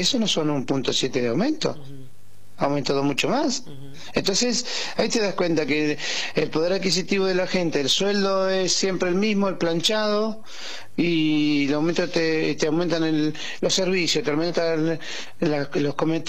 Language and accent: Spanish; Argentina; ojalá que como argentino este país salga adelante.